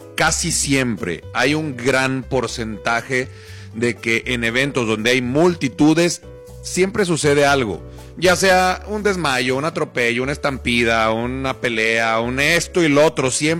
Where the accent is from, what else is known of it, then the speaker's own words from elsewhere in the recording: Monterrey, Nuevo León, Mexico; Como sociedad y como ciudadano mexicano, regiomontano, me alarma.